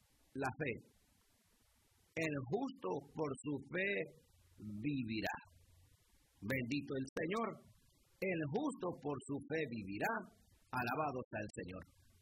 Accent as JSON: {"language": "Spanish", "country": "Mexico", "said": "nosotros los que somos de México"}